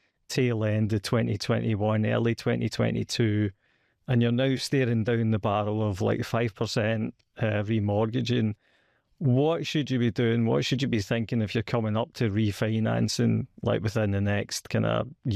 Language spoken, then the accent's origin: English; Scotland, United Kingdom; accent: Scottish; as you can tell from my accent, from Scotland